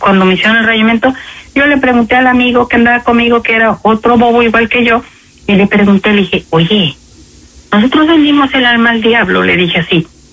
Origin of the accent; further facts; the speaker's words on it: Mexico; los mexicanos, yo soy mexicana, de ahí viene.